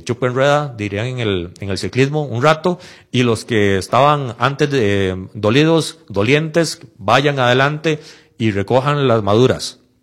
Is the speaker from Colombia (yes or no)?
no; Costa Rica; aquí todos somos costarricenses por nacimiento o por escogencia, pero todos somos costarricenses.